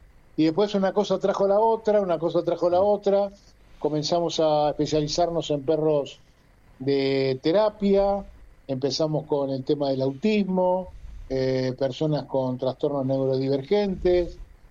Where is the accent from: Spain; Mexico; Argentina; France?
Argentina; como buen argentino que soy